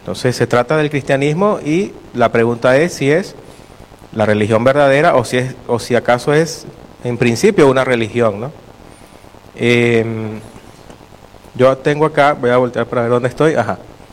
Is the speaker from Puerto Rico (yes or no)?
no; Venezuela; moved away; yo soy venezolano, del país de donde yo vengo